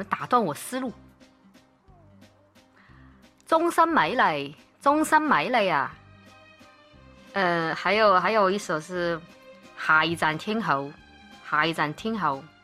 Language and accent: Chinese; Taiwan; 其实作为一个台湾人